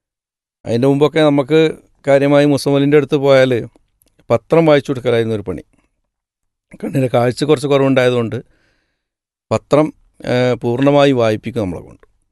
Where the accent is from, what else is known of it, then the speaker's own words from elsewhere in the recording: Kerala, India; born there; അദ്ദേഹം ഞങ്ങളുടെ നാട്ടിലാണ് സിയാങ്കണ്ടത്ത് വന്ന